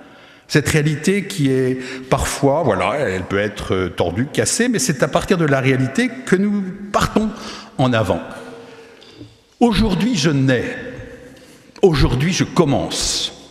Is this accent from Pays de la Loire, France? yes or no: yes; Nantes, Pays de la Loire, France; Moi, je suis Nantais d'origine. Tous les Nantais sortent dans la rue quand il pleut parce que ça fait du bien, n'est-ce pas?